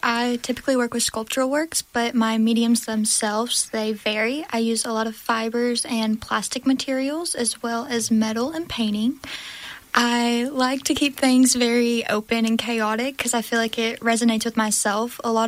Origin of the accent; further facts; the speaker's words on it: United States; Growing up in the Delta, there's a strong tradition of quilting.